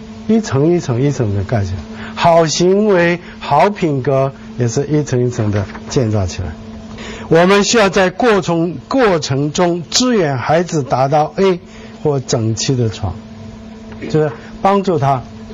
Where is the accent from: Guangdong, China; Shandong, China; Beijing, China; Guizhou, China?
Shandong, China; 像我们山东人，我根据我父母跟我这个好像是不大讲，在家里不大讲谢谢这句话，因为我们老一辈的不讲，就是该的嘛。